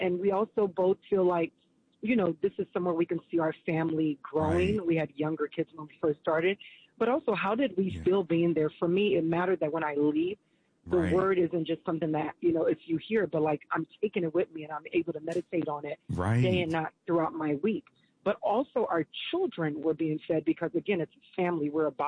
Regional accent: Silver Spring, Maryland, United States; because I came from Silver Spring, Maryland, and he was in another part of Virginia. So we really knew no one

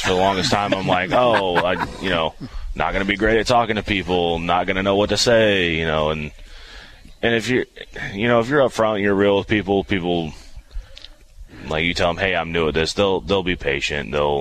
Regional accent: Taylorville, Illinois, United States; Born and raised in Taylorville and graduated from Taylorville.

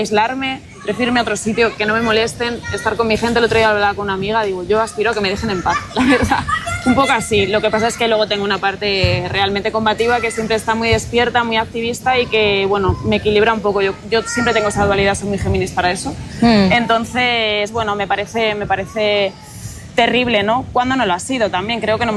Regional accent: Segovia, Castile and León, Spain; now in Madrid, Spain; Sí, sí, yo soy de Segovia.

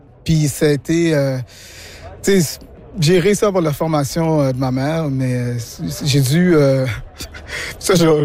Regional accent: Quebec, Canada; Donc, puisque je suis Québécois d'origine haïtienne, je trouvais intéressant de me mettre dedans puis de faire des parallèles avec ce qu'eux ont vécu

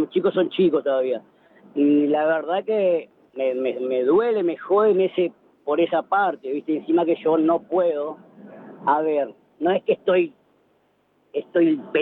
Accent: Alejandro Korn, Buenos Aires Province, Argentina; soy de Alejandro Corre, zona sur de Buenos Aires, camionero.

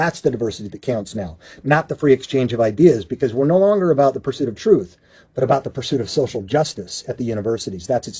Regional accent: Utah, United States; I was bathed in this stuff as a 7th generation Mormon growing up in Utah, became a skeptic, and then became a Christian in the traditional historical sense

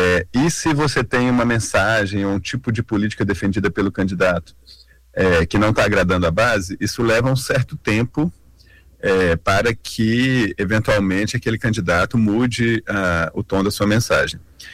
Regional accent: Belo Horizonte, Minas Gerais, Brazil; Eu sou de Belo Horizonte

